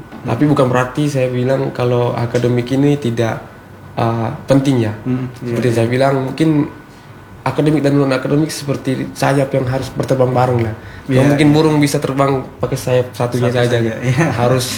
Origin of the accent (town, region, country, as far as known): Labuan Bajo, East Nusa Tenggara, Indonesia; now in Surabaya, Indonesia